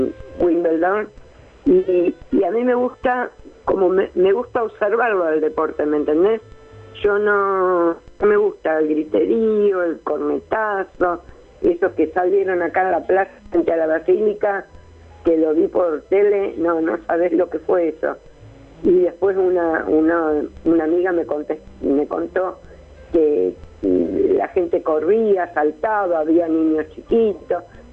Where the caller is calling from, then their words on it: Luján, Buenos Aires Province, Argentina; una carnicería muy grande que hay acá en Luján